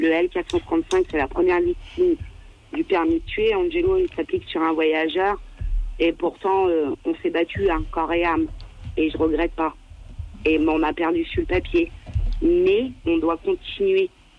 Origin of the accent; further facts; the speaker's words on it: France; en tant que voyageur, et pourtant qu'on est français